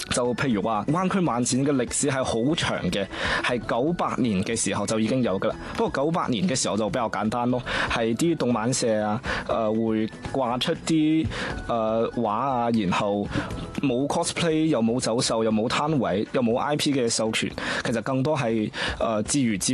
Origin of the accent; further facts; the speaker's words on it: Guangzhou, Guangdong, China; 大家好，